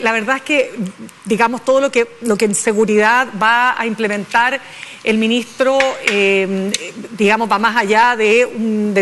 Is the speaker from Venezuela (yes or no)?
yes; Venezuela; Pero ¿a dónde me voy si soy venezolano? Es que yo todavía no lo entiendo.